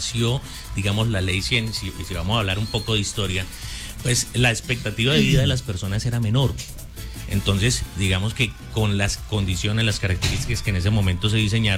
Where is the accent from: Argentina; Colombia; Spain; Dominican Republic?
Colombia; somos colombianos